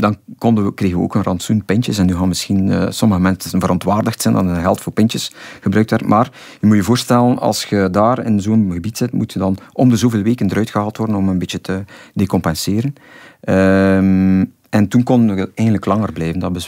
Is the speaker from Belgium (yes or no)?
yes; Flanders, Belgium